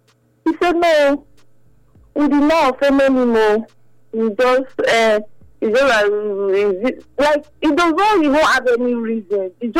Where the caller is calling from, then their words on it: Benin City, Edo, Nigeria; I'm calling from Benin City.